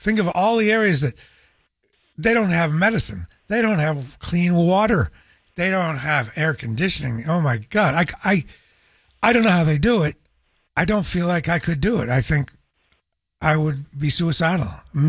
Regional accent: New Hampshire, United States; In my house I grew up with in New Hampshire

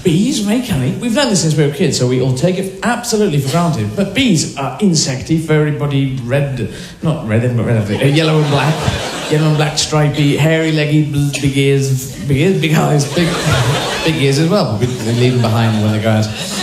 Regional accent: Louisiana, United States; Growing up in Louisiana, I used to hate Mississippi.

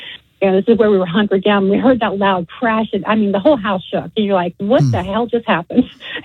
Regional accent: Miami, Florida, United States; now in Milton, United States; I grew up in Miami.

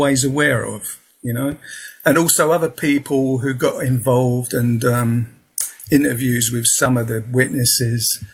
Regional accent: London, United Kingdom; accent: southeast London; No, I was brought up in Peckham, London, southeast London. So that's my accent.

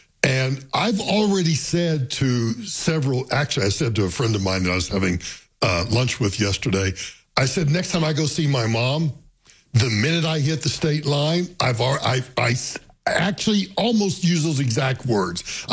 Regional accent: Texas County, Oklahoma, United States; moved away; down in my hometown, down in it's Texas County, Oklahoma, which is the county that I grew up in Oklahoma.

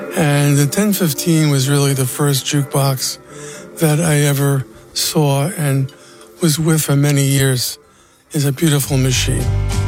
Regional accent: Bronx, New York, United States; Well, I grew up in the Northeast Bronx, New York, and lived in an apartment house.

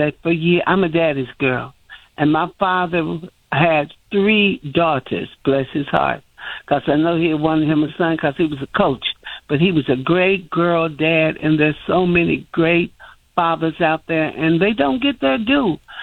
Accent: Louisville, Kentucky, United States; now in Chicago, United States; I'm a transplant, even though I've been here forever. I came here from Louisville, Kentucky, and I've loved Chicago from day one.

